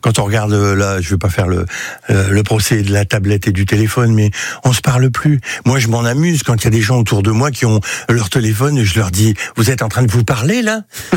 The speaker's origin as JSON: {"language": "French", "town": "Lille", "region": "Hauts-de-France", "country": "France", "tie": "born there", "said": "Moi, je suis né à Lille. Alors, en 1959, j'ai 66 balais, voilà."}